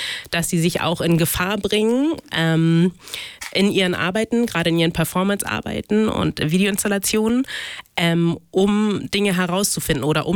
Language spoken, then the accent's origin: German; Germany; in Deutschland sind wir sehr viel damit konfrontiert, als schwarze Deutsche oder Afrodeutsche nicht als Deutsche angesehen zu werden.